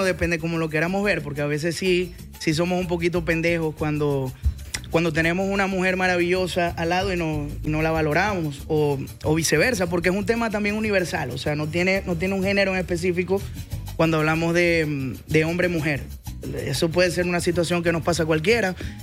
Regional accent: Maracaibo, Zulia, Venezuela; Nosotros somos los maracuchos.

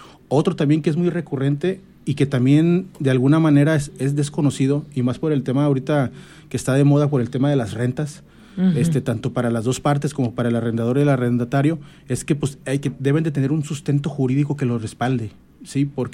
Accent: Guadalajara, Jalisco, Mexico; Mira, fíjate, maestra, que yo ya tengo 2 años y 3 años aquí en la región. Entonces, yo vengo de Guadalajara.

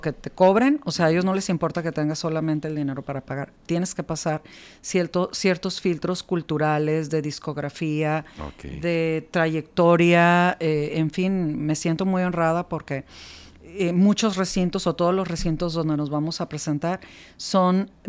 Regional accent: Culiacán, Sinaloa, Mexico; todos los demás somos de aquí, de Culiacán.

